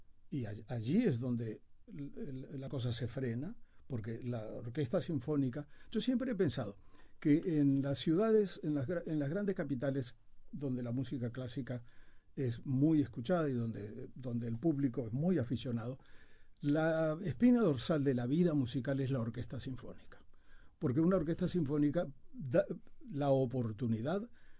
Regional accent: Uruguay; now in United States; soy uruguayo en Estados Unidos

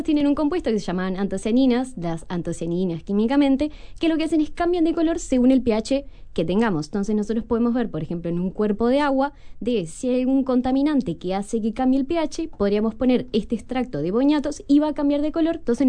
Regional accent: Montevideo, Uruguay; now in Durazno, Uruguay; Soy de Montevideo.

